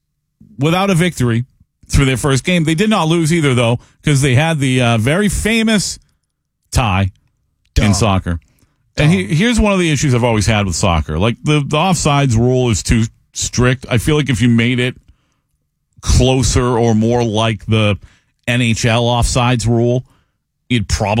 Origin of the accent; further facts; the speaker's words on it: Wareham, Massachusetts, United States; I grew up in Wareham, Massachusetts.